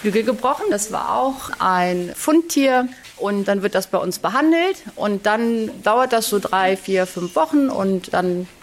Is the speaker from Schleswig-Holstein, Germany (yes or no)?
no; Rommerskirchen, North Rhine-Westphalia, Germany; ich komme auch aus Höningen.